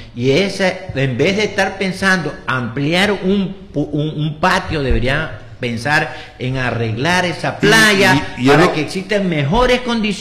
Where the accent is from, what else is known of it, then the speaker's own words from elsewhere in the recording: Manta, Manabí, Ecuador; born there; yo que soy de Manta también, yo nací aquí.